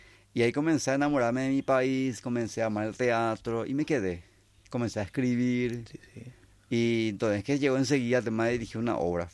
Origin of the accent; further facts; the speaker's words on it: Santa Rosa del Aguaray, San Pedro, Paraguay; moved away; also born or lived in San Estanislao (Santaní); Yo soy de Santaní, pero también me crié. O sea, pasé mi adolescencia en Santa Rosa de la Guaraí, en una comunidad que se llamaba López Salinas, hoy se le dice San Miguel del Norte, pero hasta hoy yo vuelvo a ese lugar y es como mi lugar preferido